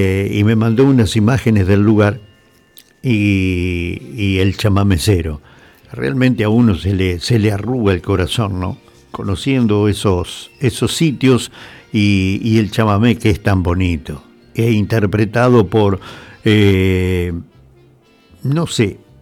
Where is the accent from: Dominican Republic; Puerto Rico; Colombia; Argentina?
Argentina; Uno es argentino y no podemos diferenciar de uno de otro. Somos todos argentinos